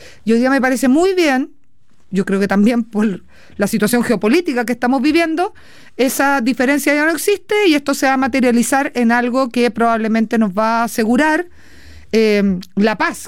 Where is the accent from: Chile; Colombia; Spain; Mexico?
Chile